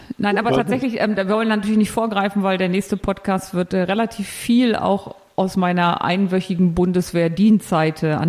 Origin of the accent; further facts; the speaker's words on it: Harz, Germany; moved away; Weil ich komme ja aus dem Harz